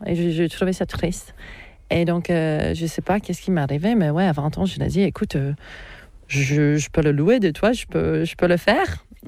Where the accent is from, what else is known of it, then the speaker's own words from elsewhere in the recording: Australia; French is a second language; moved away as an adult; also born or lived in Poland; Je suis née en Australie, je grandis en Australie. Mais j'étais dans cette culture polonaise.